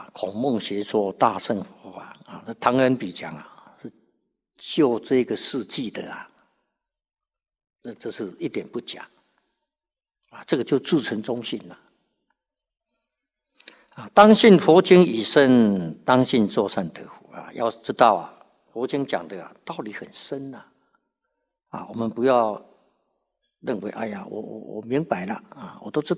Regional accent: China; 我们中国人

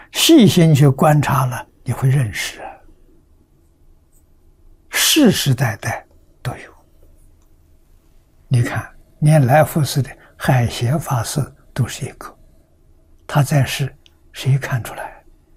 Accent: China; 我们生在中国不认识中国

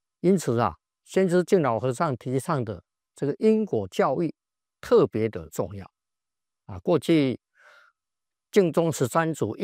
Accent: China; 我们中国人

